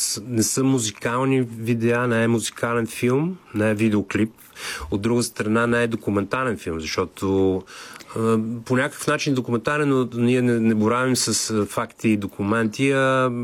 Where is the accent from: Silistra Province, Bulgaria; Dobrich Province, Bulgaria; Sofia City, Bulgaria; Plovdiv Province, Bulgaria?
Plovdiv Province, Bulgaria; Plovdiv; Аз живея в Пловдив. Там съм израснал.